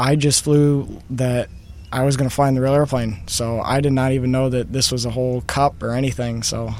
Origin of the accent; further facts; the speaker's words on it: Byron Center, Michigan, United States; I'm from Byron Center, Michigan.